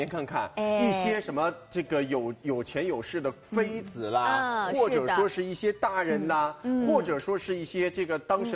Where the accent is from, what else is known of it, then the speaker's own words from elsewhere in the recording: Hangzhou, Zhejiang, China; 因为我是杭州人